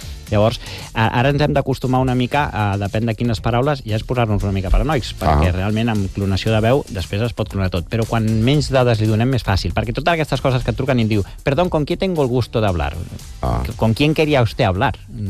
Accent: Galicia, Spain; saps que jo vinc de Galícia, de família gallega, i jo de petitó, a casa dels meus avis, tenien aquella garrafa de vidre gran

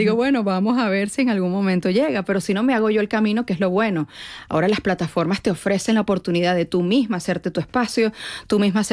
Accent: Venezuela; now in Madrid, Spain; pienso que extrañaría mucho el ritmo español, el ritmo madrileño, muchas cosas de aquí, pero al mismo tiempo estando aquí extraño Venezuela, pero resulta que la etapa que dejé no es la misma.

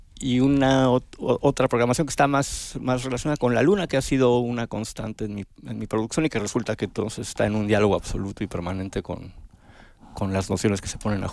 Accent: Mexico City, Mexico; born there; now in Oaxaca, Mexico; Nací en Ciudad de México, pero vivo en Oaxaca desde el 94 del siglo pasado

